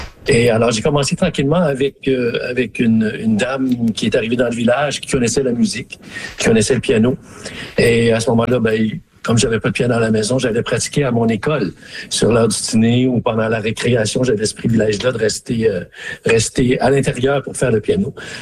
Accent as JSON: {"language": "French", "town": "Smooth Rock Falls", "region": "Ontario", "country": "Canada", "tie": "born or raised there", "moved": "yes", "said": "des très bons souvenirs de ma présence, de mon enfance dans le Nord. Et oui, ce pont-là, c'est un pont emblématique. Le pont à Smoothwalk Falls, il y en a pas plusieurs comme ça en Ontario ou au Canada."}